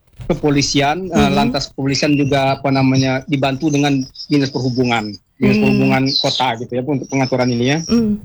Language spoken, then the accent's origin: Indonesian; Bengkulu, Indonesia; kita sebagai warga Kota Bungkulu